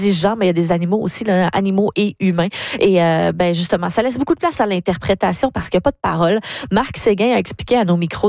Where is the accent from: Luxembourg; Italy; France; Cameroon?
Italy; accent: Italian; French is a second language; Désolé pour mon accent italien